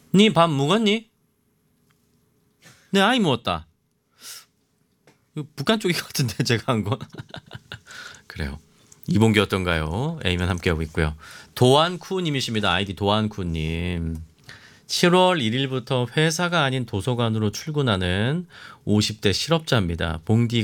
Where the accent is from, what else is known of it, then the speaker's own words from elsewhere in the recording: Pyeongchang, Gangwon, South Korea; 제가 강원도 평창 출신인데 그렇게 사투리 쓰는 거 아니더래요.